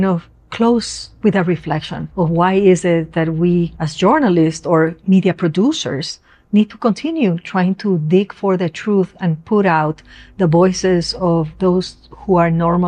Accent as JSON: {"language": "English", "country": "Ecuador", "moved": "yes", "said": "I also have an accent. I'm from Ecuador, South America"}